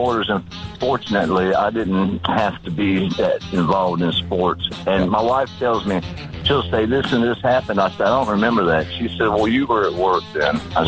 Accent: Sanford, North Carolina, United States; I was from Sanford. I lived in Jacksonville at that time, and it was a good stint.

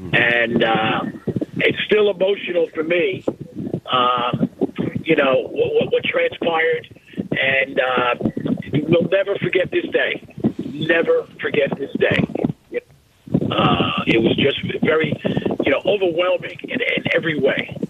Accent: Long Island, New York, United States; now in Little River, United States; I grew up in Long Island

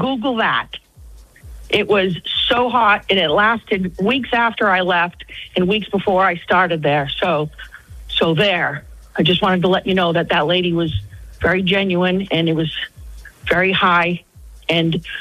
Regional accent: Boston, Massachusetts, United States; now in Georgia, United States; born and bred in Boston, but I live here in Georgia now.

